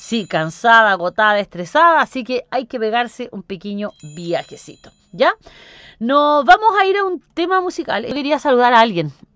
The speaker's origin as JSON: {"language": "Spanish", "country": "Chile", "said": "los que sufrimos somos los pobres chilenos"}